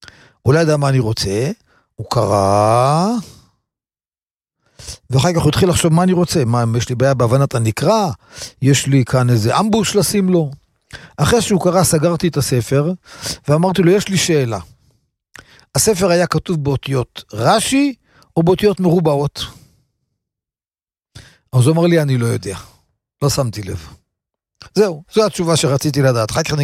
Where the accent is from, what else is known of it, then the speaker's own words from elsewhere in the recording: Kiryat Ata, Haifa District, Israel; בתור ילד, גרתי בכפר עטה. בכפר עטה היה בית חרושת גדול, שקוראים לו בית חרושת עטה.